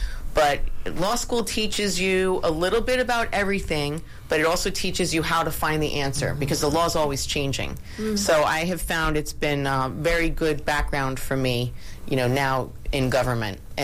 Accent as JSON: {"language": "English", "town": "Massapequa", "region": "New York", "country": "United States", "tie": "born or raised there", "also_born_or_lived": "Bronx, New York / Manhattan, New York", "moved": "as an adult", "lives_now": "Manhasset, United States", "said": "I grew up in Massapequa. I was born in the Bronx, and my father had a law partner who said, hey, people are moving out to Massapequa. So we moved there when I was two"}